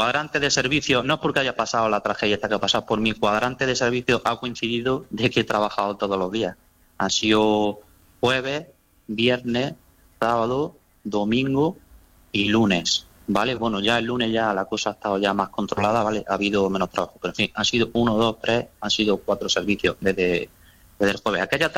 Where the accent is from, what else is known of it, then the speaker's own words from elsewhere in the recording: Úbeda, Andalusia, Spain; moved away as an adult; now in Huércal-Overa, Spain; Yo soy de Úbeda, me he criado en Úbeda, me fui de Úbeda a los 20 años, y bueno, he tenido varios destinos, pero mi destino principal ha sido aquí en Huerta Rovira, Almería, que son ya 16 años. Y soy ubetense, porque mi casa la sigo teniendo en Úbeda